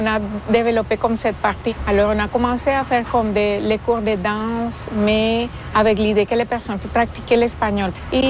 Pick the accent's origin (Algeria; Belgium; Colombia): Colombia; French is a second language; moved away as an adult; now in Canada; Je viens de la Colombie.